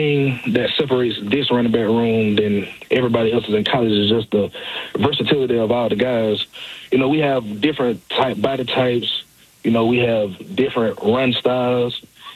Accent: Georgia, United States; now in Cleveland, United States; I'm originally from South Georgia

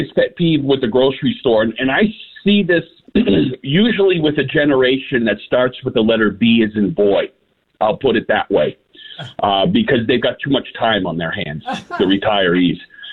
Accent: Fitchburg, Massachusetts, United States; When I was a kid growing up in Fitchburg, you know, in the early 70s

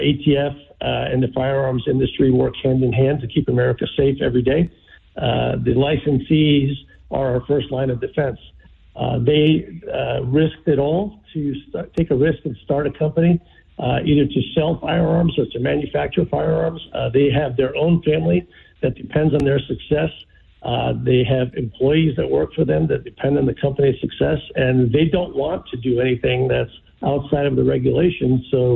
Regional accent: New York City, New York, United States; I grew up in New York City

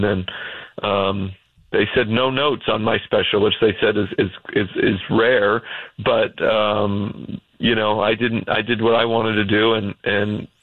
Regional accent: Idaho, United States; moved away as an adult; also born or lived in Utah / New York City / Boston; I grew up in Idaho. It was just I went to college in Utah, and Salt Lake City's really the closest major city to where I'm from.

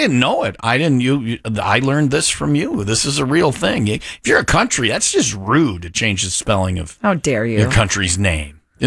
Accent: Wisconsin, United States; growing up in Wisconsin

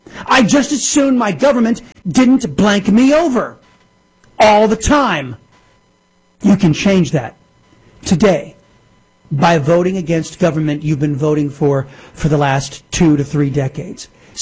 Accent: United States; I'm an American.

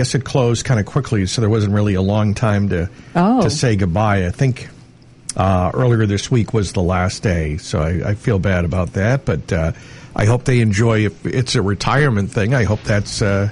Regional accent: Hanover, Massachusetts, United States; It's not far from where I grew up in Hanover.

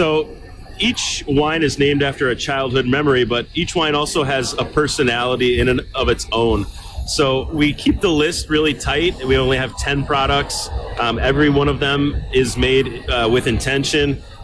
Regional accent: Ann Arbor, Michigan, United States; now in northern Michigan, United States; We grew up in the Ann Arbor area, found ourselves in the wine industry in northern Michigan

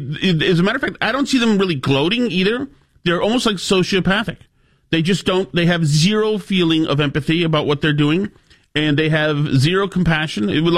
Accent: Winchester, Massachusetts, United States; So now, I grew up in Winchester. We used to have the Sachems.

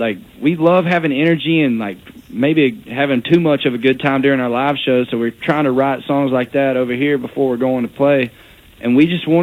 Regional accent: Georgia, United States; I'm from Georgia. It was a Georgia public school.

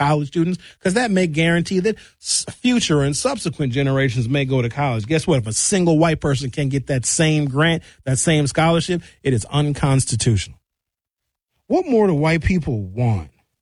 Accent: Milwaukee, Wisconsin, United States; I'm not African. I'm American. I'm from Milwaukee.

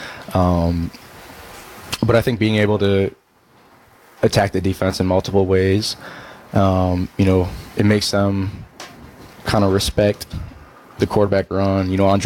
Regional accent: Elmhurst, Illinois, United States; moved away as an adult; now in Ohio, United States; I grew up in Elmhurst, Illinois, like you mentioned, just outside of Chicago. It's closer to home.

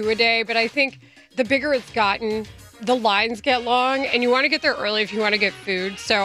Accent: Texas, United States; moved away; I'm from Texas.

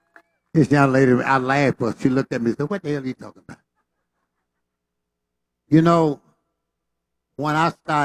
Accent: Homer, Louisiana, United States; moved away; also born or lived in Pine Bluff, Arkansas; I was born in a little place called Homer Haines, Louisiana. I left my hometown in 1947. Went to Pine Bluff, Arkansas with my father, who was a preacher and a pastor of a church.

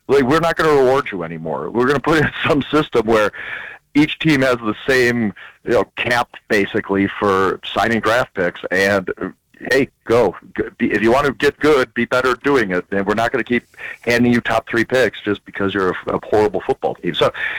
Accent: Wisconsin, United States; I grew up in Wisconsin

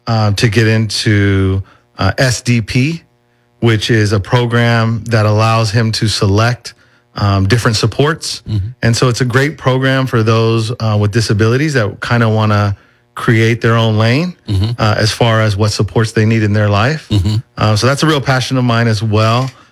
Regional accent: Bakersfield, California, United States; I'm from Bakersfield. I grew up here, went to West and BHS.

